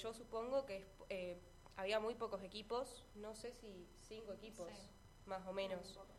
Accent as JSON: {"language": "Spanish", "town": "Cipolletti", "region": "Río Negro", "country": "Argentina", "said": "yo soy de Cipo."}